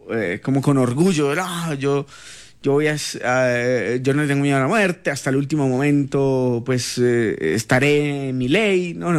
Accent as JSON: {"language": "Spanish", "town": "Toro", "region": "Valle del Cauca", "country": "Colombia", "tie": "born there", "said": "Y nací en Toro, ¿vos qué crees?"}